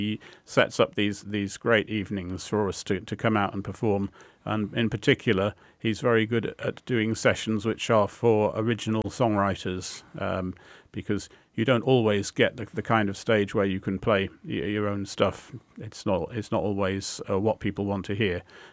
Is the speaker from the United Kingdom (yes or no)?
yes; Walsall, West Midlands, United Kingdom; born there; I was born in Grosvenor Avenue, which is not more than a few hundred metres from the stage where the Streetly Festival happens.